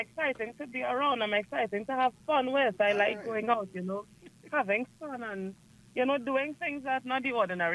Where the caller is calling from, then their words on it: Maraval, Diego Martin, Trinidad & Tobago; I'm from Maraval.